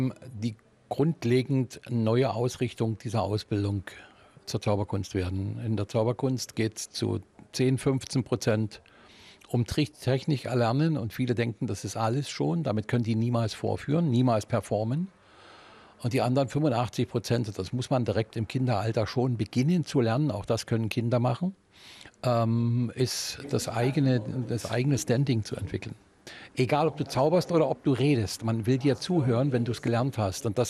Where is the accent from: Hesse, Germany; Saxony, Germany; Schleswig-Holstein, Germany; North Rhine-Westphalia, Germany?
Saxony, Germany; Görlitz; born there; hergekommen, weil ich gebürtiger Görlitzer bin, aber ansonsten bin ich weit außerhalb natürlich ein Begriff für viele.